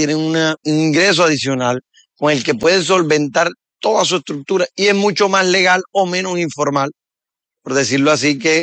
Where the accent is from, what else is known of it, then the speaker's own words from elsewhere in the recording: Magangué, Bolívar, Colombia; yo nací en Magangué. Uh-huh. Magangué es el pueblo de mis amores. Yo nací allá, crecí allá, estudié allá.